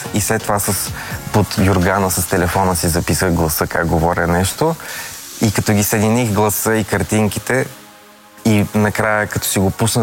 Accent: Varna, Varna Province, Bulgaria; moved away as an adult; now in Sofia, Bulgaria; Аз съм от Варна, там съм израснал, но живея в София вече 10 години.

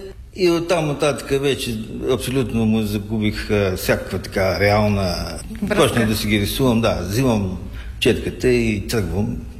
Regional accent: Varna, Varna Province, Bulgaria; born there; аз съм роден във Варна и съм много щастлив, че изложбата е във Варна. Аз съм урбан човек, градски човек съм.

